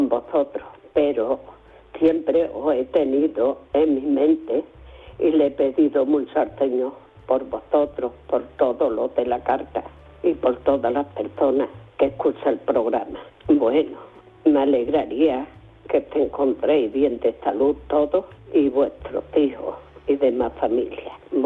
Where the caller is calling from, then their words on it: Algeciras, Andalusia, Spain; de Algeciras.